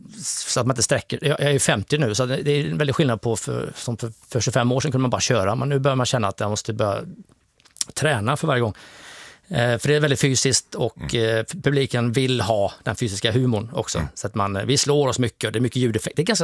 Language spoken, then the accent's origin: Swedish; Västra Götaland County, Sweden; accent: Sjuhäradsbygden dialect; Det är den dialekten som vi har hemma i vår by där jag kommer ifrån. Pratar vi på detta viset.